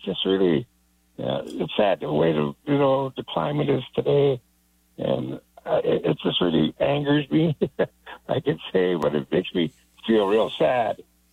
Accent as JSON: {"language": "English", "region": "Minnesota", "country": "United States", "lives_now": "Duluth, United States", "said": "I live up in Duluth, Minnesota. I'm originally from the Whiteridge Reservation up in Minnesota"}